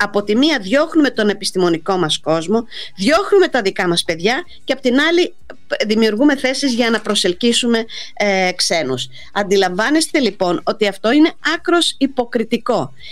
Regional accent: Greece; προσωπικά ως Ελληνίδα και ως μέλος αυτής της κοινωνίας

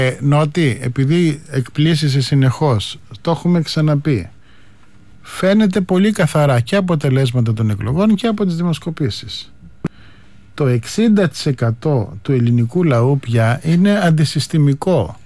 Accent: Skala Kamineon, North Aegean, Greece; Το σήκωσες όταν περνάγανε 10.000 μετανάστες κάθε μέρα από την Τουρκία απέναντι στη σκάλαση Καμινέα στην πατρίδα μου.

